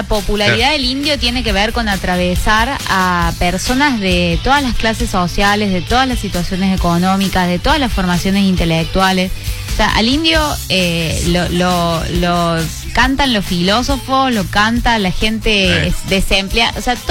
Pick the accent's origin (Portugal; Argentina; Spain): Argentina; es un fenómeno que nos atraviesa como argentinos.